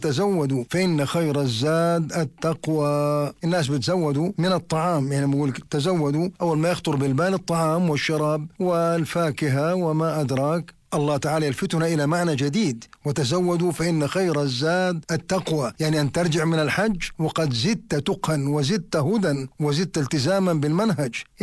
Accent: Amman, Amman Governorate, Jordan

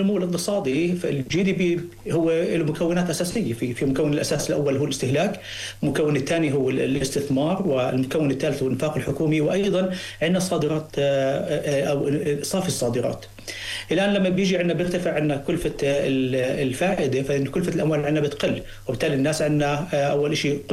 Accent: Jordan; عندنا في الاردن

